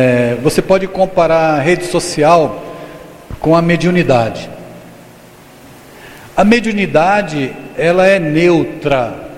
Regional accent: São Paulo, Brazil; now in Recife, Brazil; sou de São Paulo, então eu andava lá na Marginal Pinheiros, na Marginal Tietê

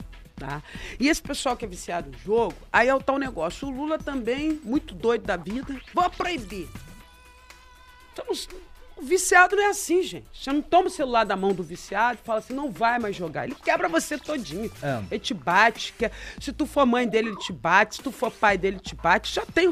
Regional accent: Baixada Santista, São Paulo, Brazil; Eu conheço aquela região, que eu sou da Baixada Santista.

